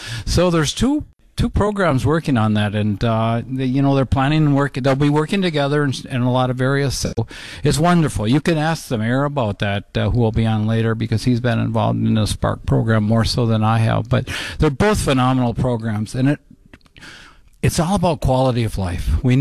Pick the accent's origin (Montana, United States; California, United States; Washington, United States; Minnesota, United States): Minnesota, United States; moved away; also born or lived in North Dakota; I actually live in North Dakota. I came from Minnesota, but I've lived in North Dakota much longer.